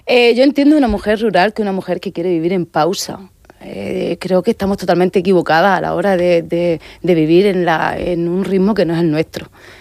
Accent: Bonares, Andalusia, Spain; moved away as an adult; now in Murcia, Spain; Bonares, un pueblo muy chiquitito del condado, de la tierra del lince, del Doñana. Y de entorno de Doñana, el escudo de mi pueblo es un lince.

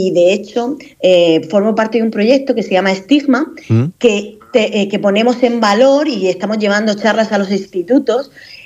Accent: Cartagena, Region of Murcia, Spain; accent: Murcian; yo soy murciana, de hecho, nací en Cartagena, soy hablante murciana e intento hablar pues como hablo siempre

